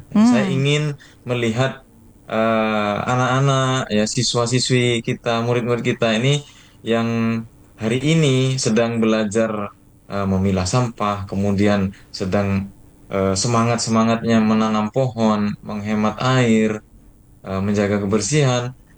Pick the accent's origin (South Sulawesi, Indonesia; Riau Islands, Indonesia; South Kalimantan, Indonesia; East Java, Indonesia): East Java, Indonesia; Jember; Ya, saya dibesarkan di kota Jember. Saya bersekolah sejak kecil sampai tingkat universitas juga saya berada di Jember